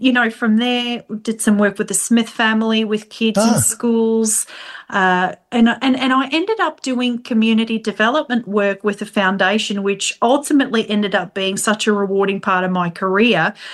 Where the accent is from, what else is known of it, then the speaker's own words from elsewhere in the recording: Johannesburg, Gauteng, South Africa; Look, a little bit about me, born and raised in Joburg, South Africa. incredible childhood, incredible place.